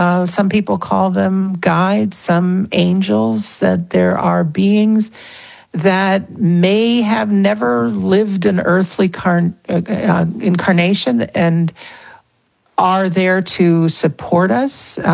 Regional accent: Connecticut, United States; also born or lived in Massachusetts; now in Rhode Island, United States; But I grew up in Connecticut, born in Massachusetts, currently reside.

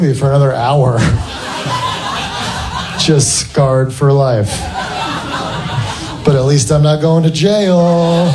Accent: Morgantown, West Virginia, United States; Actually, I grew up in West Virginia, Morgantown, West Virginia, which at the time had the highest teen pregnancy rate of any state.

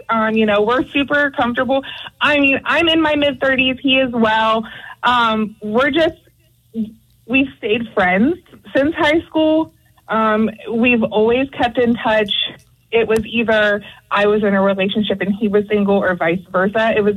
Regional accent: Ohio, United States; Listen, I am from Ohio.

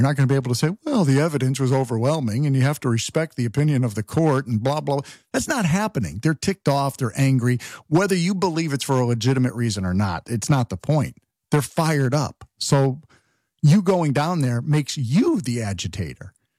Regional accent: East Hartford, Connecticut, United States; I grew up in Connecticut, and we had, I grew up in a, not a little town, but a suburb of Hartford called East Hartford, ironically. And it's a, you know, lower middle class type of hardworking blue collar town

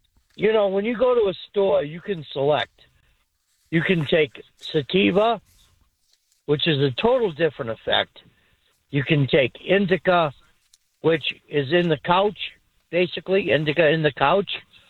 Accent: Scotland, United Kingdom; I'll drink whatever you'll buy me. I'm Scottish.

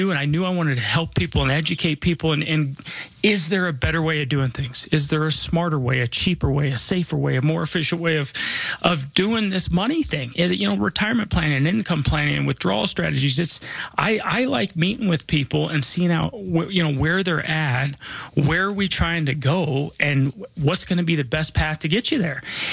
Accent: Denver, Colorado, United States; I was born and raised here in Denver.

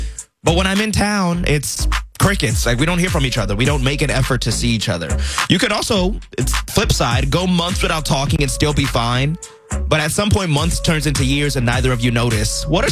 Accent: New Jersey, United States; moved away; I moved away from my hometown. I'm from New Jersey.

